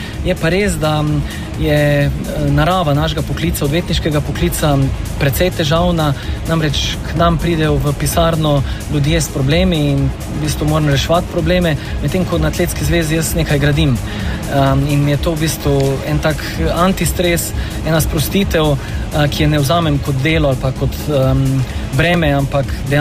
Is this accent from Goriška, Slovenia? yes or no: no; Celje, Savinjska, Slovenia; da bomo čim več atletskih dogodkov oziroma atletike pripeljali v Celje. Tako kot sem prej na tiskovni konferenci omenil, je to moj rojstni kraj in glede na to, da sem tudi nekoč treniral pri Kladivarju